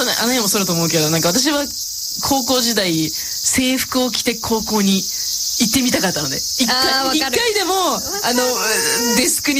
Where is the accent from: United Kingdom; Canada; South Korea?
Canada; サンフランシスコ育ちのアナイアとカナダ育ちの私にとっては